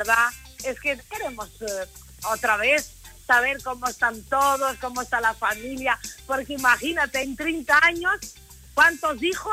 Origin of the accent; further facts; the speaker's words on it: Lisbon, Portugal; moved away; me pregunta, oye, ¿tu acento dónde es? Digo, soy de Lisboa